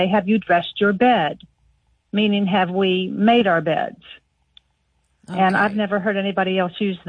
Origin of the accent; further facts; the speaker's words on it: Ohio, United States; Well, I grew up in Ohio.